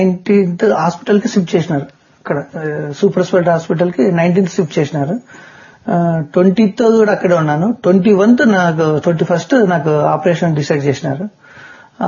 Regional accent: Anantapur, Andhra Pradesh, India

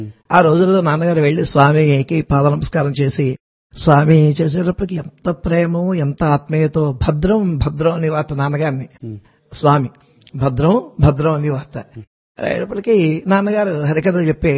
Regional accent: Ainapuram, Andhra Pradesh, India; born or raised there

